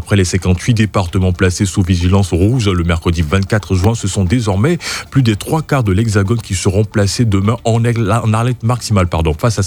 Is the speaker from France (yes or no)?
no; Côte d’Ivoire